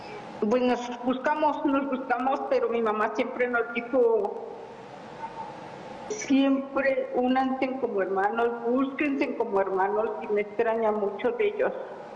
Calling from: Querétaro, Mexico; De aquí, de Querétaro.

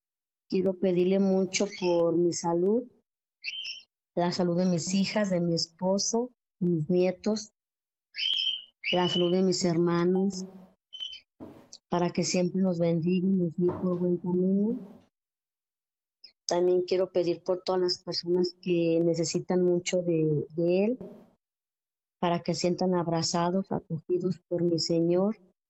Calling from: Ocotlán, Jalisco, Mexico; Hablo de Ocotlán, Jalisco.

